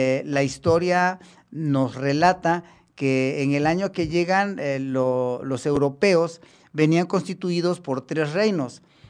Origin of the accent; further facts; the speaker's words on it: Mexico; Nosotros somos hombres de la Gran Anáhuac, somos anahuacas